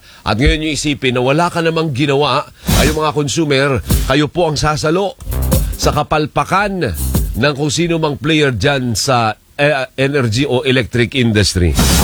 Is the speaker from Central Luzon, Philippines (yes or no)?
no; Bacolod, Western Visayas, Philippines; dyan sa amin sa Bacolod